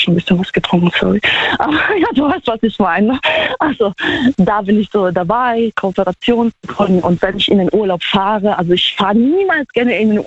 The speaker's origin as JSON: {"language": "German", "country": "Poland", "said": "Ich komme auch aus Polen, ich bin jetzt auch nicht in Gold geboren, sag ich jetzt mal."}